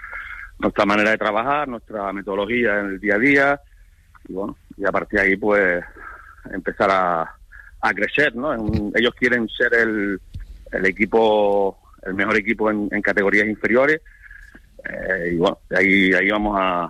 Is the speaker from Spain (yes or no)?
yes; Spain; España somos de los mejores en cuestión de formación de categorías inferiores